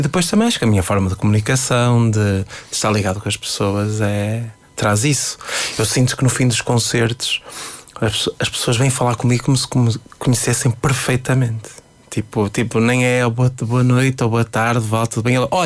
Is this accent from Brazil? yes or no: no; Fafe, Norte, Portugal; moved away as an adult; now in Lisbon, Portugal; Se eu sou daqui, nasci aqui, esta é a minha terra